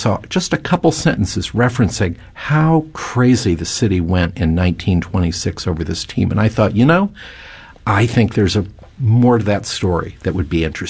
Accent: St. Louis, Missouri, United States; now in Washington, United States; And you know, I'm originally from St. Louis, longtime Cardinal fan, former White House reporter.

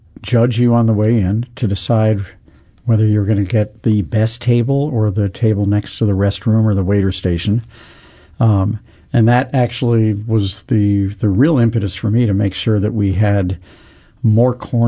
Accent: St. Louis, Missouri, United States; moved away; also born or lived in New York City; when I grew up in St. Louis.

